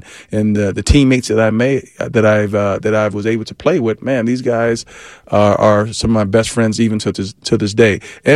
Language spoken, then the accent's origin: English; Las Vegas, Nevada, United States; Like, we grew up together in Las Vegas.